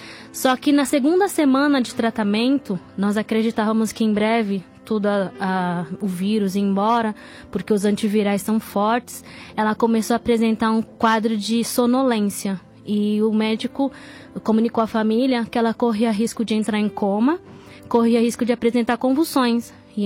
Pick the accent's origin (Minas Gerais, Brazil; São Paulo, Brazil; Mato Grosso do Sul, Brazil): São Paulo, Brazil; nós somos da região do Rio Pequeno